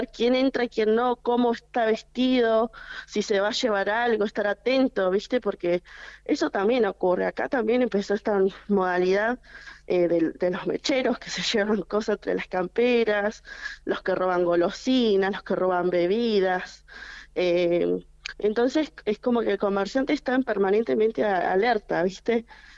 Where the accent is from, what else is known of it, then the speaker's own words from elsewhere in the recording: Caleta Olivia, Santa Cruz, Argentina; No, la verdad, y más para uno que es de acá y vive acá y te preguntan, vas a tal lado, ¿de dónde sos? De Caleta.